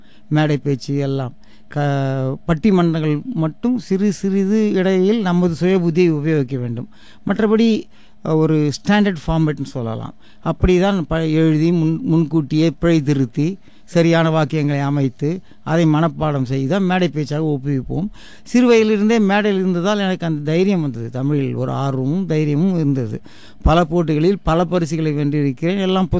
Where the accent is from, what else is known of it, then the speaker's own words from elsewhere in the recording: Kaniyambadi, Tamil Nadu, India; moved away as an adult; now in Melbourne, Australia; என்னுடைய ஊரை பற்றி சொல்ல வேண்டுமானால் அது வேலூர். தமிழகத்தில் சென்னையிலிருந்து ஒரு 210 கிலோமீட்டரில் இருக்கிற வேலூர் நகரத்திற்கு ஒரு 13 கிலோமீட்டர் தொலைவில் உள்ள சிறிய கிராமம் கனியம்பாடி.